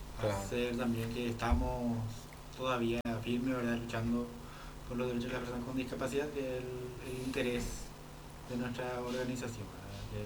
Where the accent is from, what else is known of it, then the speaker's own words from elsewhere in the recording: Paraguay; nosotros como paraguayos tenemos mucha cultura